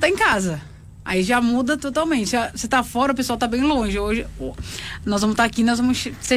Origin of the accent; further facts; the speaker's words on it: Campinas, São Paulo, Brazil; now in Pato Branco, Brazil; Eu sou natural de Campinas, mas hoje eu tô morando em Pato Branco.